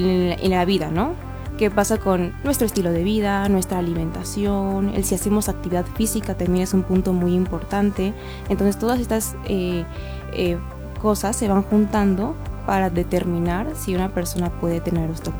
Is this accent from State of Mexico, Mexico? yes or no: no; Zimapán, Hidalgo, Mexico; yo soy de Zimapán. Estudié en la Universidad Autónoma, igual, en Pachuca, en ICSA. Entonces ya me gradué hace unos 3 años y desde entonces pues he estado dando consultas aquí en Zimapán.